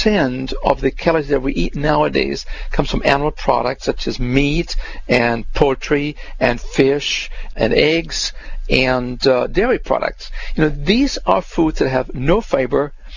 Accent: Germany; moved away; we had nothing when I grew up in Germany after the war.

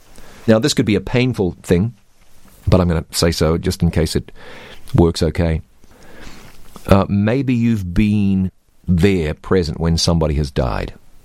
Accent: New Zealand

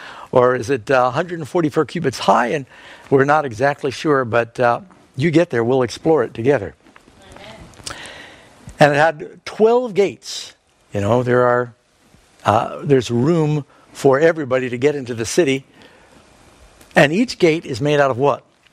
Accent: Manhattan, New York, United States; born or raised there; also born or lived in Los Angeles / Miami

